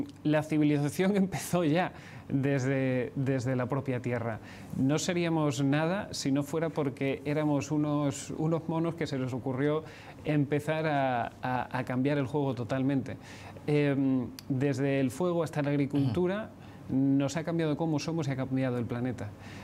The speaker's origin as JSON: {"language": "Spanish", "town": "Seville", "region": "Andalusia", "country": "Spain", "moved": "as an adult", "lives_now": "Barcelona, Spain", "said": "Vamos, de hecho, los dos socios somos sevillanos. Y en cualquier caso, fuimos a Barcelona, ya te digo, hace 12 años"}